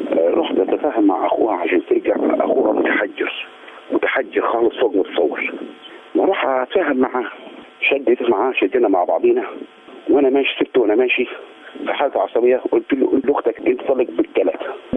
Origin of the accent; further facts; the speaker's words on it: Asyut, Asyut Governorate, Egypt; السلام عليكم، أنا من أسيوط،